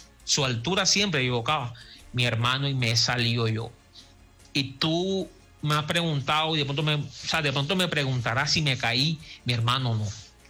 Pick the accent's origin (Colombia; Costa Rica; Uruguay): Colombia; Suan, Atlántico; Bueno, caballo, yo soy de Suán